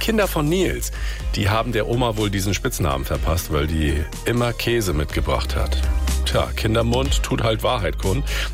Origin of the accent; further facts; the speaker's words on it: Grimma, Saxony, Germany; Das sind zwei Experten aus meiner Heimatstadt Grimm.